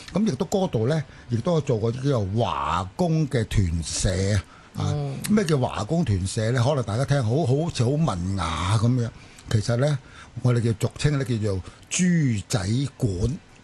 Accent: Chaozhou, Guangdong, China; 我都係潮州人。

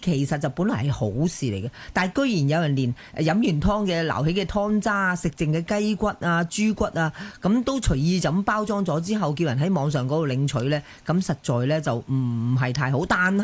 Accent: Hong Kong; 我哋香港人

